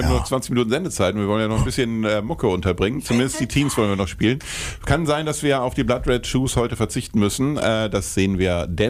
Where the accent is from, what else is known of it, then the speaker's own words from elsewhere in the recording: Lower Saxony, Germany; Wir sind sowohl Küste, also Norddeutschland, als auch bis runter nach Göttingen und kurz vor Kassel halt irgendwie ziemlich genau in der Mitte